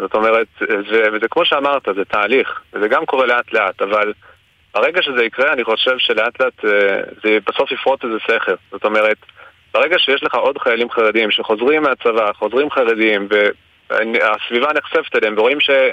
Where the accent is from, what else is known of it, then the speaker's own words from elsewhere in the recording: Beit Shemesh, Jerusalem District, Israel; אני מבית שמש.